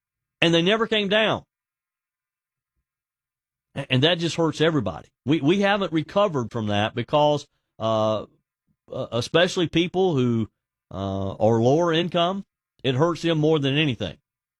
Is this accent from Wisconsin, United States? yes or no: no; South Carolina, United States; And here in my home state of South Carolina, the state legislature is about to reconvene to consider those congressional districts.